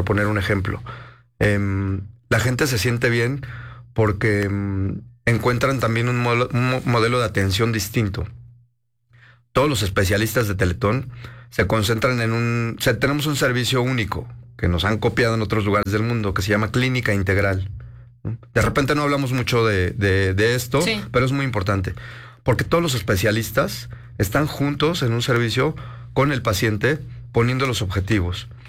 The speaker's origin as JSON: {"language": "Spanish", "country": "Mexico", "said": "seguir siendo un ejemplo como mexicanos de algo que hacemos muy bien."}